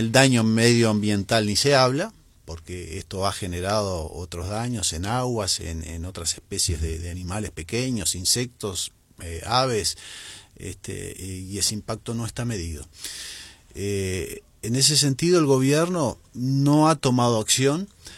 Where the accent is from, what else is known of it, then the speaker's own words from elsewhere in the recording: Uruguay; los costos que tenemos en Uruguay